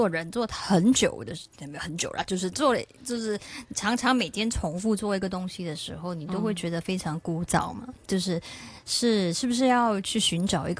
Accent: Singapore; 我童年不在香港长大，就是在新加坡

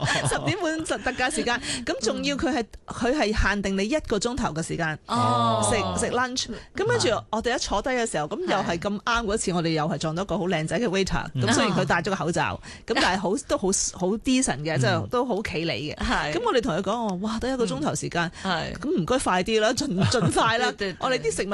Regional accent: China; 咁好熱鬧嘅，即係全部一家大細啊，三代同堂咁去飲茶啊，好有我哋中國人嘅氣氛嘅。

